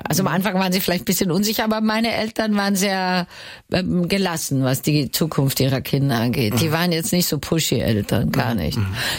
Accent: Vienna, Austria; now in Hamburg, Germany; wir sind beide Österreicherin

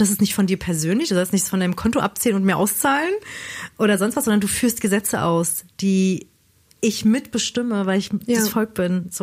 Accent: Berlin, Germany; obwohl ich gebürtige Berlinerin bin

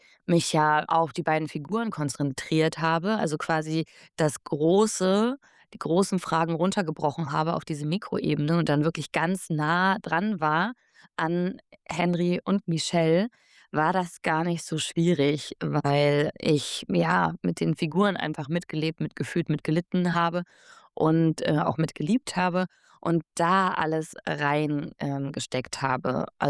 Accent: East Germany, Germany; meine eigene Biografie und Erfahrung als junge Frau, die aufgewachsen ist in Ostdeutschland. Und dann bin ich nach Leipzig gezogen und habe am Literaturinstitut studiert

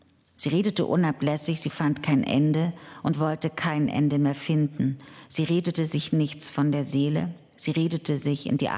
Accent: East Germany, Germany; Also ich bin in einem Land, in der DDR aufgewachsen, die hatte nicht nur Vorteile, aber beispielsweise gab es keine Obdachlosigkeit.

